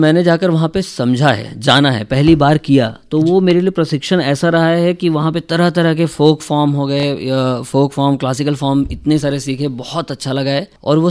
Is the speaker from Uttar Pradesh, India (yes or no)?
yes; Varanasi, Uttar Pradesh, India; मैं कहता हूँ कि मैं वाराणसी से आता हूँ या बनारस से मैंने शिक्षा ली